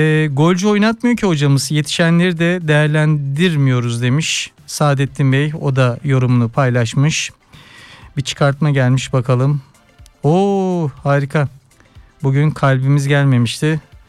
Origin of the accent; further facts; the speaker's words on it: Bosnia & Herzegovina; Hep boylar aynı. O yüzden orta saha yetişiyor. Bir Bosnalı olarak..